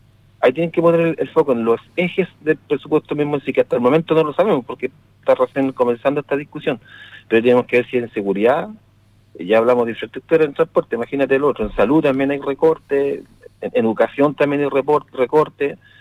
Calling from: Chile

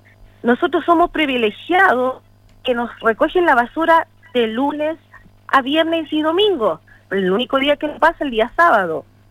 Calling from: Iquique, Tarapacá, Chile; soy iquiqueña, yo quiero mi ciudad

